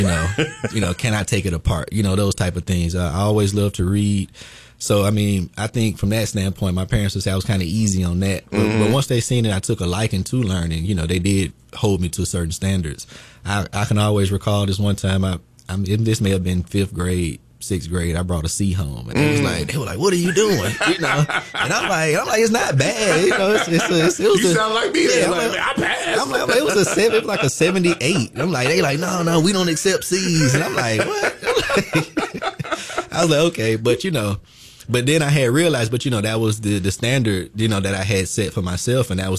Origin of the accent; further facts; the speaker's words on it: Bessemer, Alabama, United States; I'm a lifelong resident of Bessemer. Been in Bessemer my whole life. So you know, I'm very proud to say I'm from Bessemer.